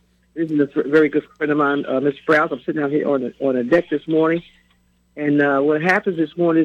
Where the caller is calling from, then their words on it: Milford, Delaware, United States; I'm calling from Milford, Delaware, 50 miles from Rehoboth.